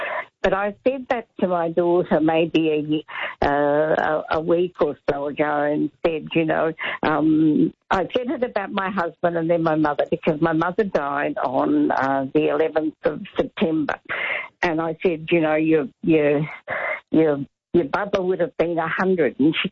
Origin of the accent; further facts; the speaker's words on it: Western Australia, Australia; moved away; But it did remind me when we came to Melbourne from Western Australia. It was in 1956, and my parents bought a house in Young Street, Fitzroy